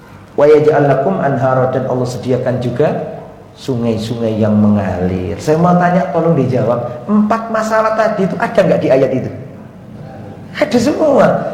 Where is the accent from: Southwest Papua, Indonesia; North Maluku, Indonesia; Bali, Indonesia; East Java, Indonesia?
East Java, Indonesia; Lamongan